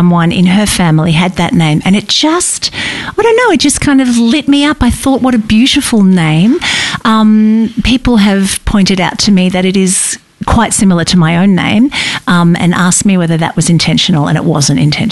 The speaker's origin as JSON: {"language": "English", "town": "Sydney", "region": "New South Wales", "country": "Australia", "tie": "born or raised there", "moved": "as an adult", "lives_now": "Victoria, Australia", "said": "I grew up in Sydney. That was my home. I have a very particular self in Sydney, and I came to live in Victoria in my early 30s"}